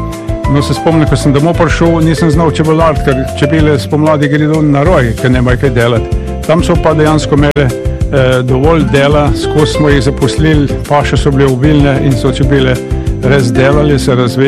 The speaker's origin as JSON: {"language": "Slovenian", "town": "Šentjernej", "region": "Southeast Slovenia", "country": "Slovenia", "said": "iz Jelpr Šentjerneju"}